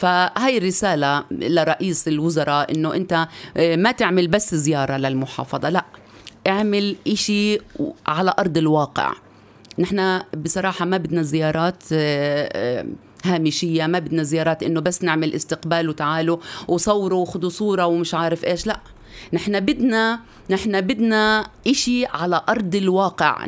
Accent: Battir, Bethlehem Governorate, Palestine; طبعا قريتنا بتير

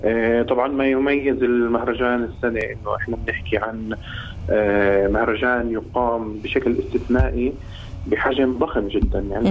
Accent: Palestine; جزء من فلسفتنا كفلسطينيين

